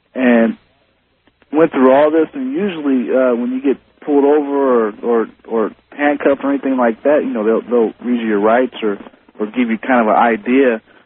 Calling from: New Orleans, Louisiana, United States; I'm calling from New Orleans, as a matter of fact.

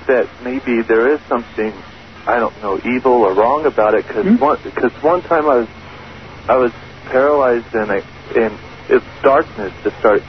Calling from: St. Louis, Missouri, United States; I live in St. Louis.

